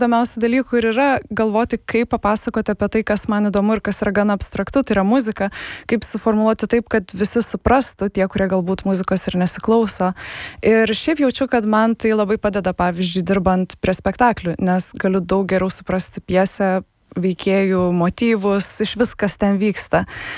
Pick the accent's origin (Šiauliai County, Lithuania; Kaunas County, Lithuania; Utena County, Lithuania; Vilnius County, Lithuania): Šiauliai County, Lithuania; Šiauliai; Ir šiaip aš užaugau Šiauliuose.